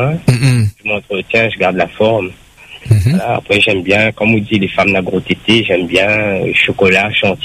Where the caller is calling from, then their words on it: the West, Réunion; Moi, je suis de l'Ouest.